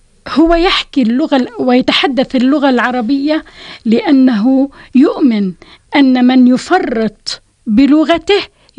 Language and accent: Arabic; Jordan; وبالتالي تكون هذه الرؤية قادرة على أن تحمي اللغة وتحمينا كعرب وتحمينا كأردنيين